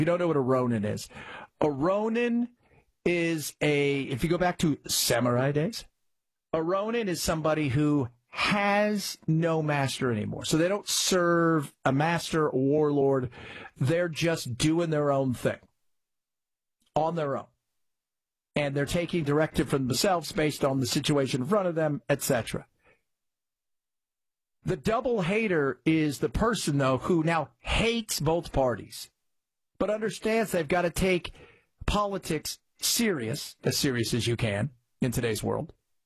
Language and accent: English; United States; First of all, as an American, Nebraska, shame on you for clapping for any of that crap.